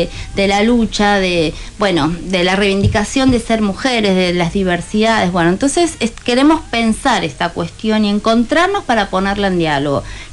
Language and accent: Spanish; Mendoza, Argentina